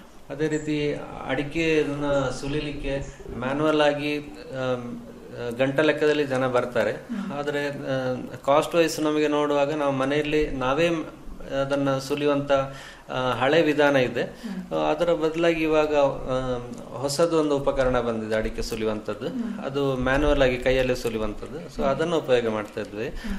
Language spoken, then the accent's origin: Kannada; Dakshina Kannada district, Karnataka, India; ನಮ್ಮ ದಕ್ಷಿಣ ಕನ್ನಡ ಜಿಲ್ಲೆಯಲ್ಲಿ